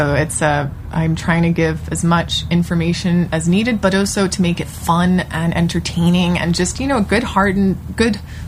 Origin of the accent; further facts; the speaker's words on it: Hong Kong; growing up in Hong Kong